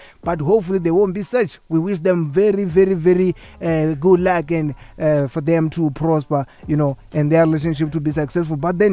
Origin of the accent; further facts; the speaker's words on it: South Africa; as South African